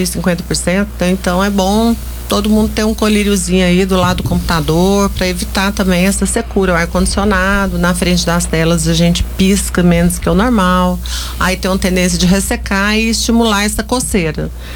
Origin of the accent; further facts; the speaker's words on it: Itapuranga, Goiás, Brazil; now in Anápolis, Brazil; Itapuranga